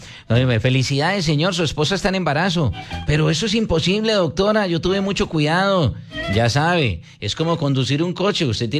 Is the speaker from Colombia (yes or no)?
yes; Colombia; como ciudadanos, como colombianos